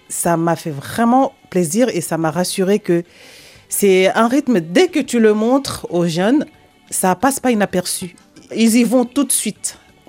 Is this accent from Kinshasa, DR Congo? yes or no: no; Kasaï, DR Congo; Ah oui, bien sûr, bien évidemment, parce que je suis du Kassai.